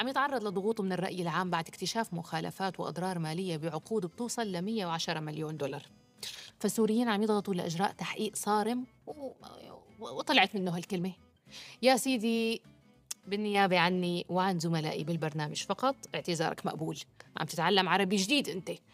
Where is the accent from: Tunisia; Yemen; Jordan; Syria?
Syria